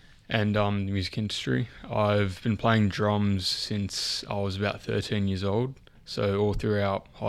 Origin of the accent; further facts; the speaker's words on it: Sydney, New South Wales, Australia; I'm from Maroubra.